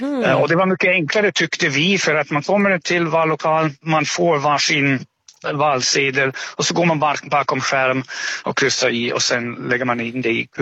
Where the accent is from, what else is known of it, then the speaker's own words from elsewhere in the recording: Germany; now in Sweden; Och jag är ju ursprungligen från Tyskland